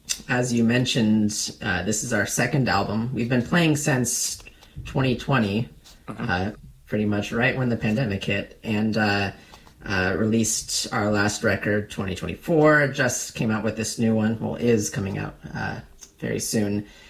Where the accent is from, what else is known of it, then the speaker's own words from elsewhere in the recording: San Diego, California, United States; I'm from San Diego, California. Grew up here in the States